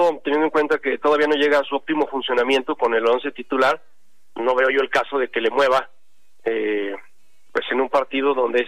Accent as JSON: {"language": "Spanish", "country": "Mexico", "said": "somos mexicanos"}